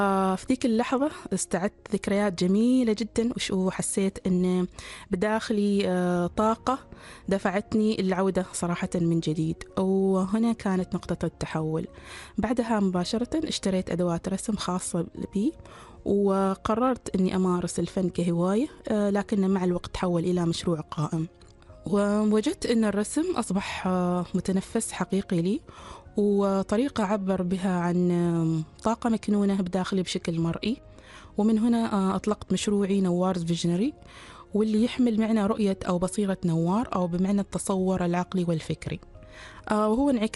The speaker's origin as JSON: {"language": "Arabic", "country": "Oman", "said": "كفتاة عمانية افتخر كثير"}